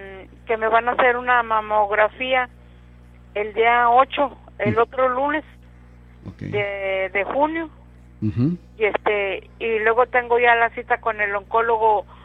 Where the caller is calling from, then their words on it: Matamoros, Tamaulipas, Mexico; De Matamoros.